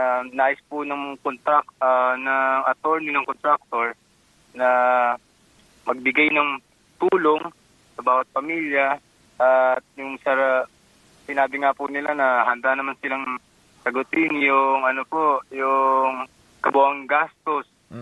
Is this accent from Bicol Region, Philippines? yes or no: yes; Caramoan, Bicol Region, Philippines; Taga Karamoan, Bicol.